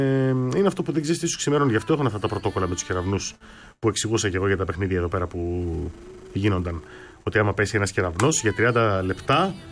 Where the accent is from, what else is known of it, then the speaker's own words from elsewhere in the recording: Greece; Να σου πω κάτι άλλο από Νέα Υόρκη που ρωτούσαν όλοι από που είσαι και τα λοιπά και έλεγα Γκρίς.